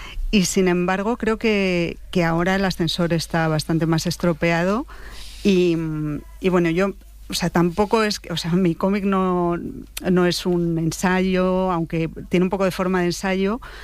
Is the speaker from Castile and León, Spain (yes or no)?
yes; Valladolid, Castile and León, Spain; now in Madrid, Spain; Es la Elipa en Madrid, pero yo originalmente soy de Valladolid. El primer barrio en el que viví es Los Vadillos, que es un barrio obrero de Valladolid